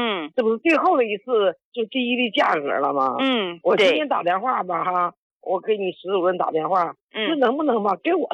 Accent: Heilongjiang, China; 我是黑龙江的，我今年72了。

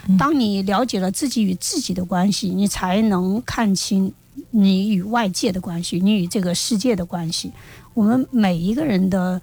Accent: southern China, China; 因为我是南方人啊

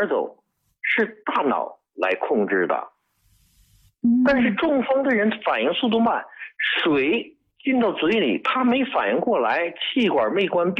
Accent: China; 针灸我们中国人用针灸针砭

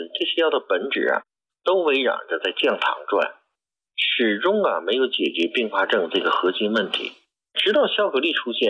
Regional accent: China

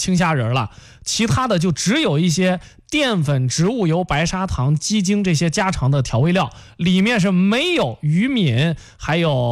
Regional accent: Henan, China; 咱河南人收拾凉菜的这个水平也是非常高的。

